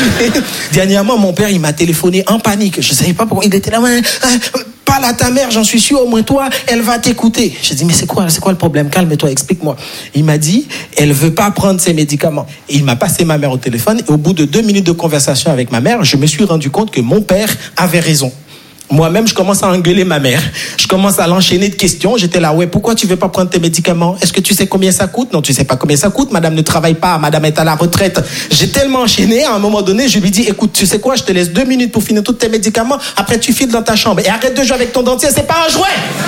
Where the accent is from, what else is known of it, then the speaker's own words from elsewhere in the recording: Haiti; moved away; Je vais pas vous mentir parce que je suis né et grandi en Haïti. Et en Haïti, on n'a pas les quatre saisons.